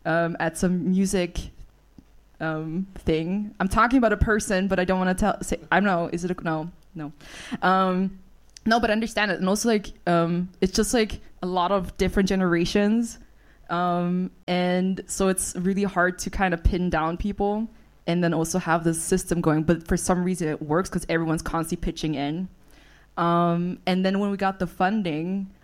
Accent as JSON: {"language": "English", "region": "Vienna", "country": "Austria", "said": "I'm from Vienna."}